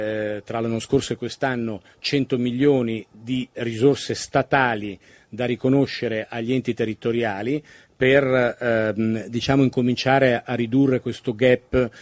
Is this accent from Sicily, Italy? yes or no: no; Piedmont, Italy; Io vengo dal Piemonte